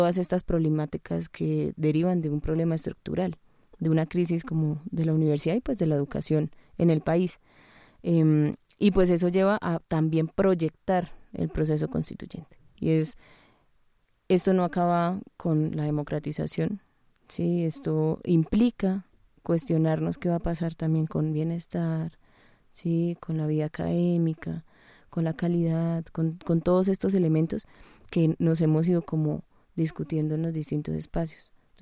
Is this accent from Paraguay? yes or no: no; Colombia; la realidad que vivimos como sociedad colombiana